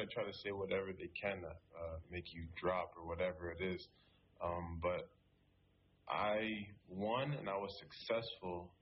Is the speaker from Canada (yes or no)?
yes; Ottawa, Ontario, Canada; now in United States; I grew up in Ottawa, Ontario. Everybody asked me, what's it like?